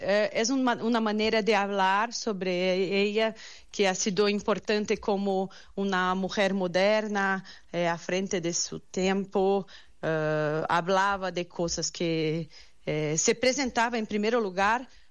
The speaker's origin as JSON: {"language": "Spanish", "country": "Brazil", "second_language": "Spanish", "said": "somos cinco cantantes de Brasil que actuamos mucho por todo el territorio"}